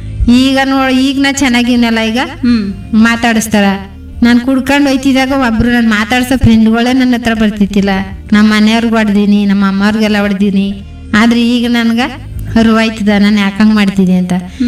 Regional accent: Heggadadevankote, Karnataka, India; now in Sargur, India; ನಾನು ಕೋಟೆಯಿಂದ ಸರಗೂರಿಗೆ ಮದುವಾಗಿನಿ.

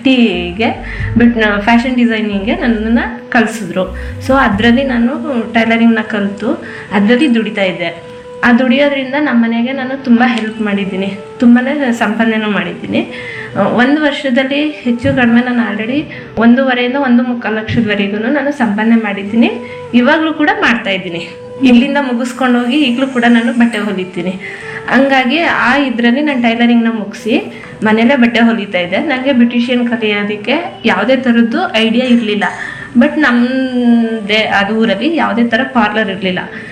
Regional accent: Muttur, Karnataka, India; ನಾನು ಪಿರಿಯಾಪಟ್ಟಣ ತಾಲೂಕು ಮುತ್ತೂರಿಂದ ಬಂದಿದ್ದೀನಿ.

